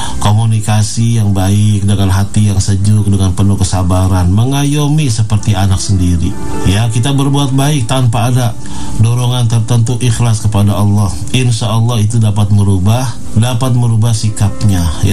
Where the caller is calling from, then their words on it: Pandeglang, Banten, Indonesia; Pak Kiai, saya dari Pandeglang.